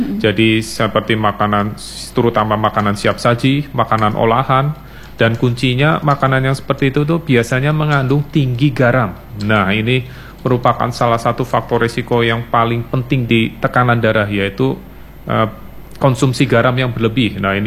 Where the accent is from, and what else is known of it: Indonesia